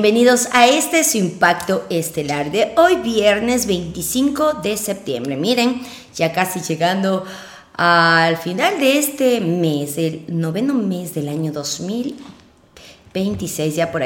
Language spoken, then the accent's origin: Spanish; Sucúa, Morona Santiago, Ecuador; Soy orgullosamente sucuense, amo a mi tierra.